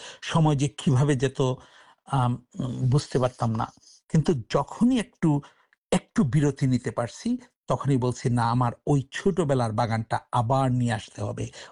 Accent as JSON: {"language": "Bangla", "country": "Bangladesh", "tie": "born or raised there", "moved": "yes", "lives_now": "Sydney, Australia", "said": "যেহেতু আমি বাংলাদেশে আমার জন্ম এবং বেড়ে ওঠা, আর আমাদের বাংলাদেশের জাতীয় ফল ছিল কাঁঠাল"}